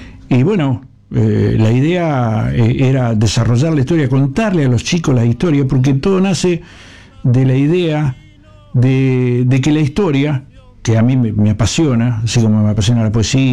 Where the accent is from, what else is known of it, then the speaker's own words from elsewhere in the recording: Villa Gobernador Gálvez, Santa Fe, Argentina; born there; hice como 20 años radio allá en mi pueblo